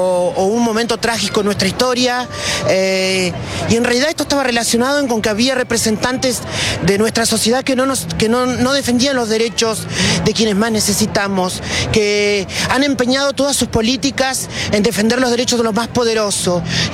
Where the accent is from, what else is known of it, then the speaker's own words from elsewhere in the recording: Argentina; Soy argentina sobre todas las cosas.